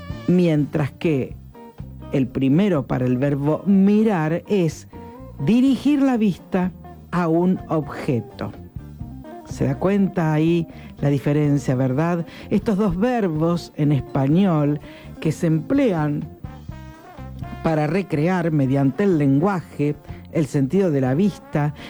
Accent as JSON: {"language": "Spanish", "country": "Argentina", "said": "nos identifica como argentinos."}